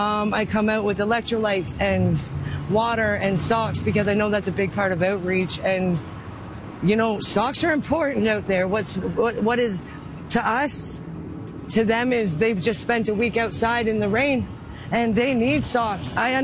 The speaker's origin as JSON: {"language": "English", "town": "London", "region": "Ontario", "country": "Canada", "said": "I was from London, Ontario."}